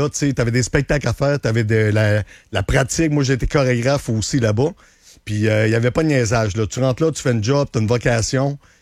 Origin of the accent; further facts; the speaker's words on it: Saint-Georges, Quebec, Canada; Je suis natif de Saint-Georges.